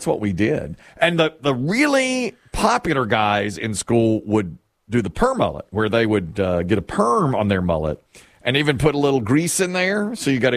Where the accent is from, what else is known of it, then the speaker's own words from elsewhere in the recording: Asheboro, North Carolina, United States; Nita, in my hometown, Asheboro, charged me.